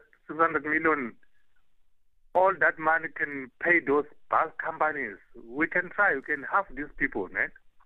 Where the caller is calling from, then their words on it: Nelspruit, Mpumalanga, South Africa; I'm calling from Nelspruit.